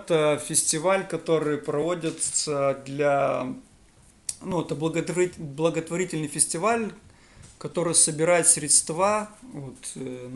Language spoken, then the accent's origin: Russian; Murino, Leningrad Oblast, Russia; Ну, можно посчитать и город Мурино, потому что я же из Мурино, получается.